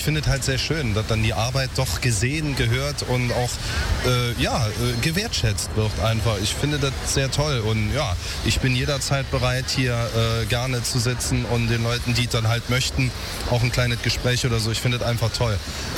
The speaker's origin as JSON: {"language": "German", "town": "Trier", "region": "Rhineland-Palatinate", "country": "Germany", "tie": "born or raised there", "said": "ich komme eigentlich aus einer sehr ländlichen Gegend, aus meiner Heimatstadt Trier und dann verbunden aus meinem Heimatdorf."}